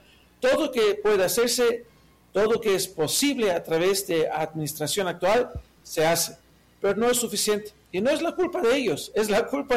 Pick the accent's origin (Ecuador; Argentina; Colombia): Ecuador